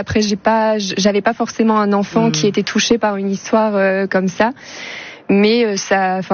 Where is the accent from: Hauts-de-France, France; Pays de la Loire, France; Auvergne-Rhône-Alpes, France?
Hauts-de-France, France; Amiens; moved away as an adult; also born or lived in Oise; je suis originaire d'Amiens et j'ai changé de département. Je suis arrivée dans l'Oise pour mon premier emploi